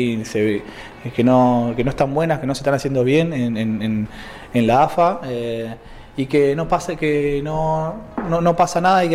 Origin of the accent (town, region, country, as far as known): Argentina